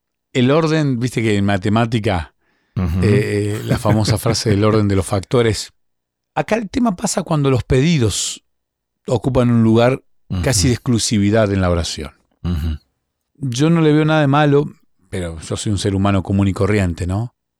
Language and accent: Spanish; Bahía Blanca, Buenos Aires Province, Argentina; yo viví unos años en una casa, en mi ciudad natal, en Bahía Blanca